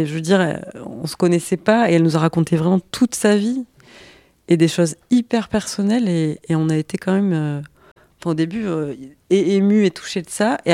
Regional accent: Occitanie, France; moved away; Et moi, je viens du Lot, et donc je suis rentrée l'hiver à Noël chez moi.

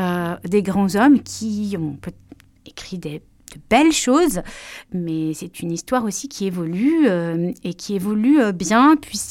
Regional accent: Grenoble, Auvergne-Rhône-Alpes, France; also born or lived in Paris

